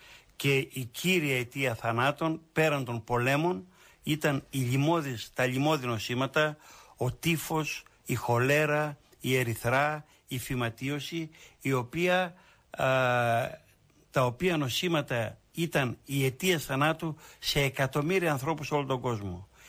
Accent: Thessaly, Greece; στο χωριό μου, σε ένα ορεινό χωριό της Καρδίτσας

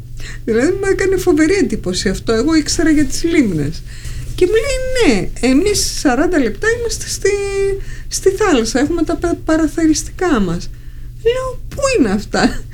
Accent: Macedonia, Greece; Δηλαδή, όταν εμείς λέμε είμαστε από τη Μακεδονία, μας θεωρούν ότι είμαστε Σκοπιανοί. Από ένα άλλο κράτος, όχι Έλληνες.

